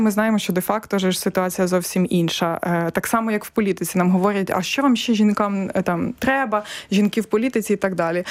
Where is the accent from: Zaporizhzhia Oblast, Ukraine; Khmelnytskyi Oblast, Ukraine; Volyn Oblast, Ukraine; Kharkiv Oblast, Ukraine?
Volyn Oblast, Ukraine; я з Волинської області, теж ми аналізували, скільки жінок голів громад, там, то з 54 було 7 жінок